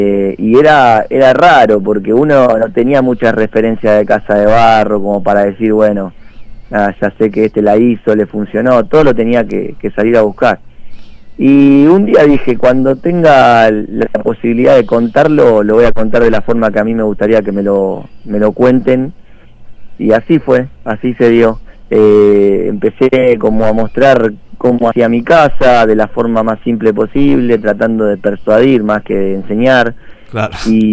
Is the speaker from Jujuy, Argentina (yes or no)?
no; Lanús, Buenos Aires Province, Argentina; also born or lived in Mar de Cobo; now in La Plata, Argentina; Yo soy de Lanús